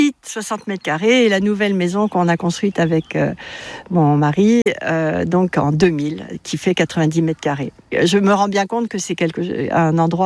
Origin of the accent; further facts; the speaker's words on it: Paris, Île-de-France, France; Non mais les Trois Paradis, c'est parce que moi quand j'étais petite, j'habitais à Paris